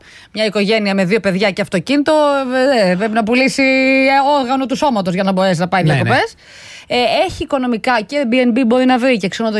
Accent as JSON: {"language": "Greek", "region": "Western Greece", "country": "Greece", "moved": "yes", "said": "κάτω στα μέρη μας των Πελοποννησίων"}